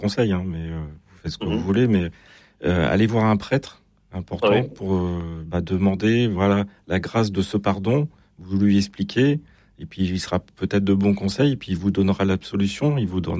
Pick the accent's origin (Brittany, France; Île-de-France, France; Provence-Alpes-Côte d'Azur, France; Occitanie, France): Brittany, France; C'est vrai. Je suis breton.